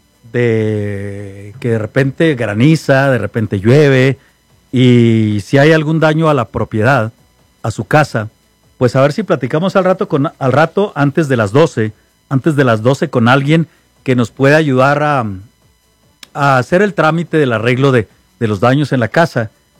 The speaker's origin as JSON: {"language": "Spanish", "country": "Mexico"}